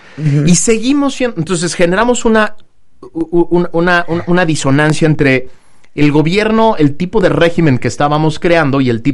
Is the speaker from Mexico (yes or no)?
yes; Mexico